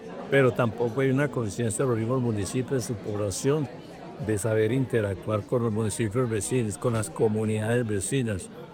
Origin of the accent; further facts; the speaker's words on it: Sevilla, Valle del Cauca, Colombia; yo soy oriundo de Sevilla y pues como tal, pues por la posición geoestratégica de Sevilla, que nosotros tenemos todos los climas, desde el clima paramuno, pues, tenemos dos páramos, Chile y Barragán